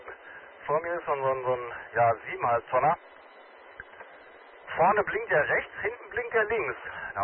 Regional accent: Dortmund, North Rhine-Westphalia, Germany; born there; Eigentlich bin ich gebürtiger Dortmunder, sollte mich eigentlich hier auf Stadtgebiet relativ gut auskennen.

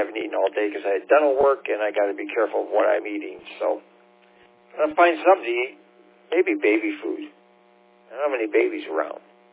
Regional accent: St. Clair Shores, Michigan, United States; St. Clair Shore is my hometown.

